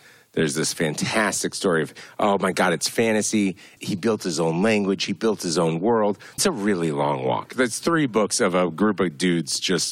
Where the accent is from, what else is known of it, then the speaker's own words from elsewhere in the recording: Boston, Massachusetts, United States; I grew up unhoused in Boston.